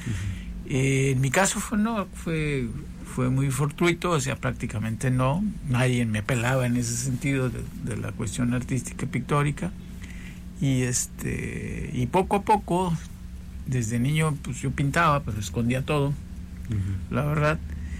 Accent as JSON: {"language": "Spanish", "region": "Colima", "country": "Mexico", "tie": "born or raised there", "said": "Yo soy del Parque"}